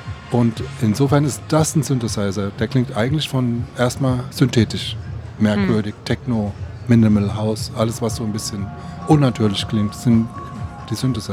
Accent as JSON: {"language": "German", "town": "Frankfurt", "region": "Hesse", "country": "Germany", "said": "Ich bin ja aus Frankfurt und an der Frankfurter Musikmesse stand auf einmal dieses riesenschwarze Teil"}